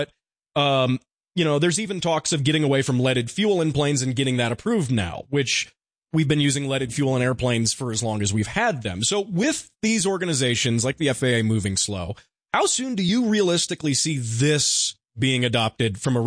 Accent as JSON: {"language": "English", "country": "United States", "said": "it's tough to say this as an American"}